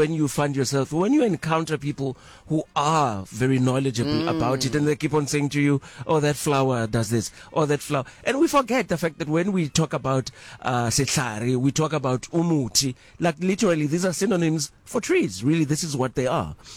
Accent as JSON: {"language": "English", "town": "Hammarsdale", "region": "KwaZulu-Natal", "country": "South Africa", "tie": "born or raised there", "moved": "yes", "said": "as a young man growing up in Hammersdale in KwaZulu-Natal"}